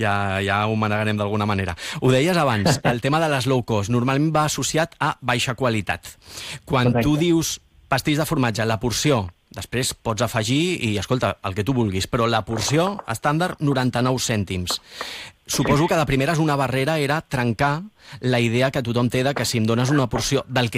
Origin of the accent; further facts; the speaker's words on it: Tarragona, Catalonia, Spain; perquè jo sóc de Tarragona, els oients ja ho saben.